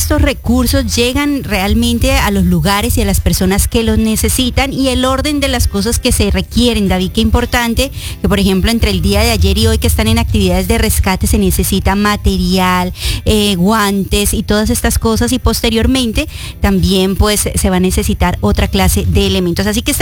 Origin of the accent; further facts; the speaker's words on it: Colombia; now in South Florida, United States; saben que nosotros somos colombianos